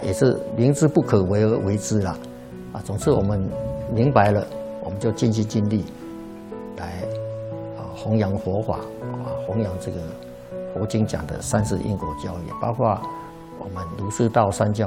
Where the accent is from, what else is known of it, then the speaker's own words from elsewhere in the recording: China; 所以现在我们中国人就是学西方的那种教学方式